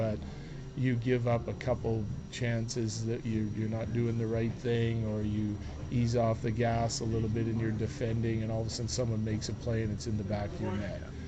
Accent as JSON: {"language": "English", "region": "Saskatchewan", "country": "Canada", "said": "We're both from Saskatchewan and playing junior and minor hockey against each other"}